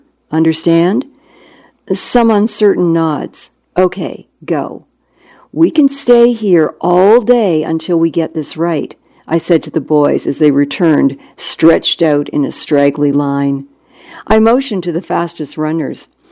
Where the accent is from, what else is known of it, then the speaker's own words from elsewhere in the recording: Compton, California, United States; I grew up in Compton, south of L.A., raised by a single mom with 3 kids.